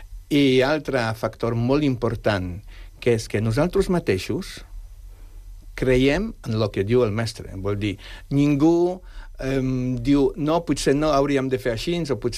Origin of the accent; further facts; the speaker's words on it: Catalonia, Spain; also born or lived in Poland; Jo, com que sóc català nascut a Polònia